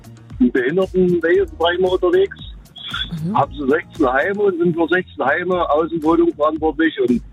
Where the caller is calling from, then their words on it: Saxony-Anhalt, Germany; Ich komme aus Lübbenau.